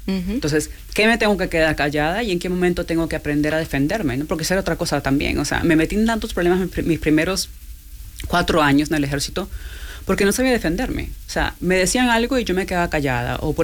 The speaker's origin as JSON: {"language": "Spanish", "region": "New Jersey", "country": "United States", "tie": "born or raised there", "moved": "as an adult", "said": "yo crecí en New Jersey."}